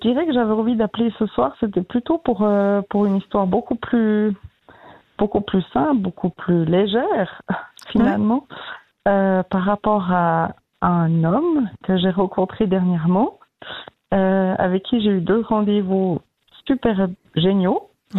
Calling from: Vaud, Switzerland; J'habite de près des Chalons.

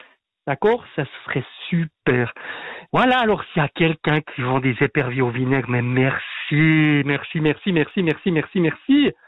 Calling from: Ressens, Switzerland

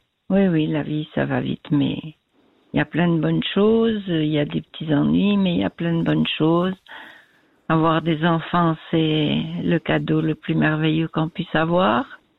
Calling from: Valais, Switzerland; J'appelle du Valais.

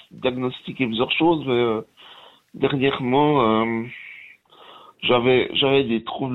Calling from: La Chaux-de-Fonds, Neuchâtel, Switzerland; À Chaux-de-Fonds.

